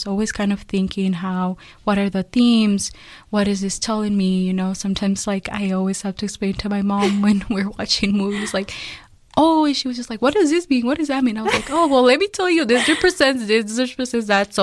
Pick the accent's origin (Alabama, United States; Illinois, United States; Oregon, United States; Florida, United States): Illinois, United States; Little Village; also born or lived in Mexico; So I was born in Mexico, and I was raised in Little Village.